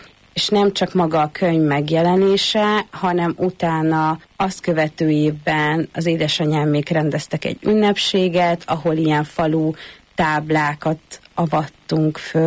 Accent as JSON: {"language": "Hungarian", "region": "Borsod-Abaúj-Zemplén", "country": "Hungary", "tie": "born or raised there", "said": "konkrétan a mi házunk mögött nincsen kerítés, ahol felnőttem, hanem ott így kezdődik a bükk. Osztszevasz. És akkor így mész kilométereket, mire Diósgyőrbe lyukadsz ki."}